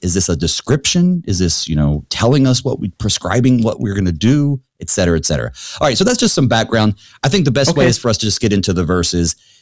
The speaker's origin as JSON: {"language": "English", "region": "the South", "country": "United States", "tie": "born or raised there", "said": "I grew up in the South"}